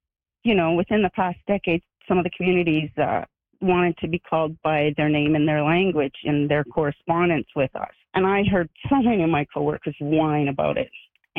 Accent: Lake Helen Reserve, Ontario, Canada; now in Winnipeg, Canada; I'm Anishinaabe. I'm from Red Rock Indian Band in Ontario, at Lake Helen Reserve. I live in Winnipeg for many, many years now, decades even.

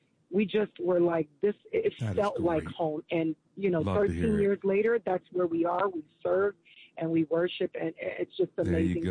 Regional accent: Silver Spring, Maryland, United States; because I came from Silver Spring, Maryland, and he was in another part of Virginia.

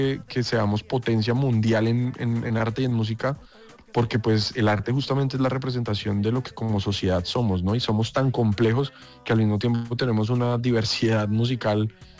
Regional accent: Colombia; Y creo que en el momento en el que empezamos a apoyarnos como colombianos, en que, hermano, si a este man le está yendo bien, pues yo empujo para que le vaya mejor.

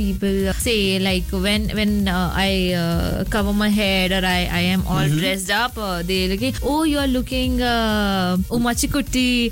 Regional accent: Madhya Pradesh, India; Yeah, I am from Madhya Pradesh, okay. Central India

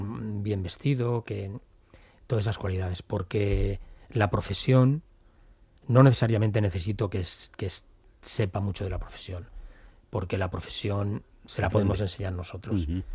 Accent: Valencian Community, Spain; toda la Alicante y la comunidad valenciana, tenemos una forma característica de trabajar, que es somos del Mediterráneo.

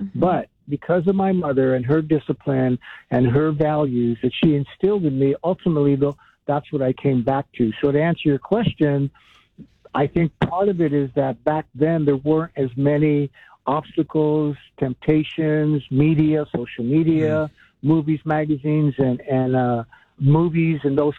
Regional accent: Los Angeles, California, United States; I grew up in Northeast LA, which is there's known for violence and gangs and drugs and things like that.

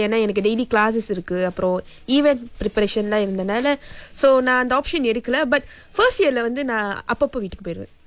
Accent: Seremban, Negeri Sembilan, Malaysia; also born or lived in Sungai Petani; பூர்வீகம் சுங்கைப்பத்தானி, ஆனா நான் வந்து படித்தது வளர்ந்தது எல்லாம் வந்து சிரம்பன்.

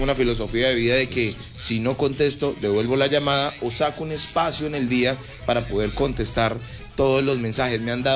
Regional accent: Ibagué, Tolima, Colombia

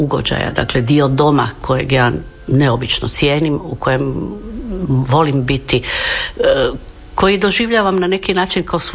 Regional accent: Imotski, Split-Dalmatia County, Croatia; Igrom slučaja sam rođena u Splitu, u to vrijeme mi smo živjeli u našoj prelijepoj vili u Imotskom.

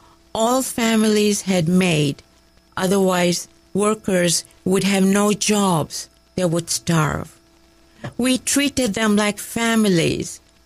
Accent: Dar es Salaam, Tanzania; born there; I was born in Dar es Salaam, Tanzania, East Africa

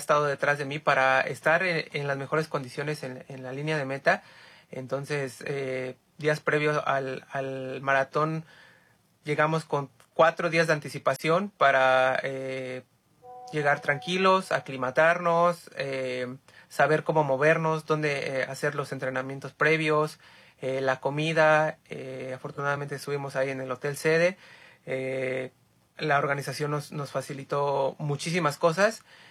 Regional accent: Mexico; México es mi país, créeme, por eso es que lo puse 100% mexicano, porque ahí nací, ahí crecí, ahí entreno, mis papás son de México, toda mi familia

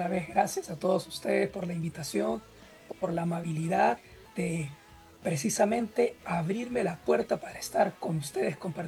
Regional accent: Peru; Somos de Perú

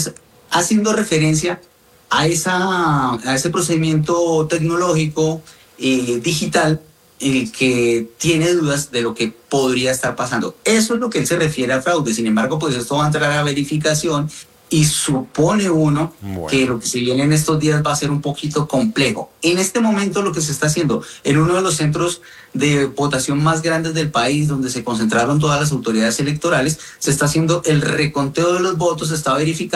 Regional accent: Colombia; la percepción que tiene uno como colombiano es que las elecciones del pasado han sido por lo menos de manera transparente.

